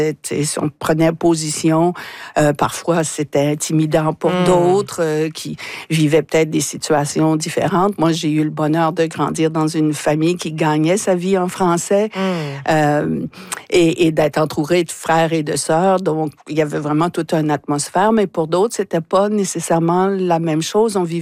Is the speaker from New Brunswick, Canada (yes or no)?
yes; Moncton, New Brunswick, Canada; Ça fait que nous, on a grandi à Moncton